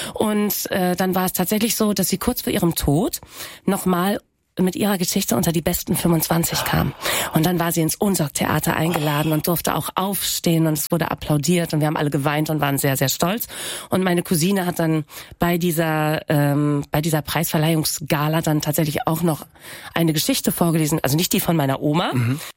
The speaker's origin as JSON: {"language": "German", "region": "Lower Saxony", "country": "Germany", "said": "Weil ich komme aus einem plattdeutschen Haushalt. Mhm. Natürlich, also ich komme aus Ostfriesland. Ja, das Plattdeutsch ist ein anderes."}